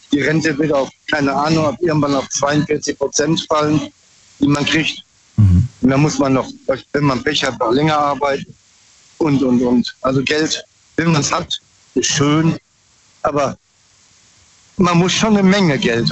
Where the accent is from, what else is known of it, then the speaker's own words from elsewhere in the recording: Bruchsal, Baden-Württemberg, Germany; Ich komme aus Bruchsal.